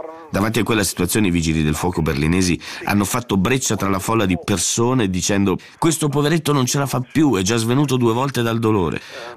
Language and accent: Italian; Switzerland; no, no, sono svizzero, e a fare lo spelling del mio nome.